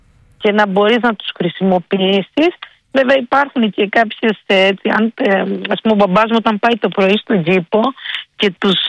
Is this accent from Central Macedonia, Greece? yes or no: no; Crete, Greece; θέλουμε να αναδεικνύουμε και τους παραγωγούς της Κρήτης. Γιατί εδώ στο χωριό μου, στο μέρος μου